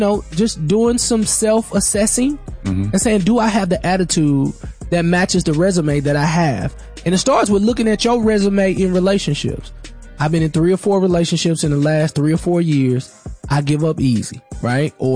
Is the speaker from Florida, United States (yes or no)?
no; St. Louis, Missouri, United States; come from St. Louis, Missouri.